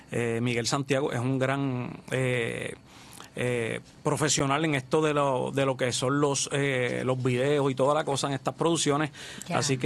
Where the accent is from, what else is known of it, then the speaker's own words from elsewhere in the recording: Orocovi, Puerto Rico; De corazón, de allá del campito de Orocovi